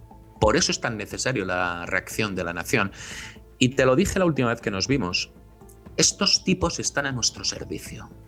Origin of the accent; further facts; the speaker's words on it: Spain; no estamos solos, somos muchísimos, muchísimos españoles.